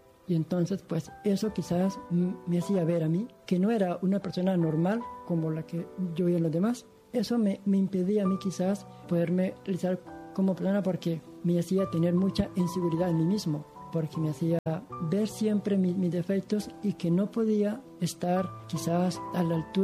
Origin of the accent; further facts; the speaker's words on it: Cucutilla, Norte de Santander, Colombia; Tengo 35 años, soy colombiano, de norte de Santander. Viví en un pueblo muy pequeño llamado Cucutilla. Este pueblo queda en límites con Venezuela.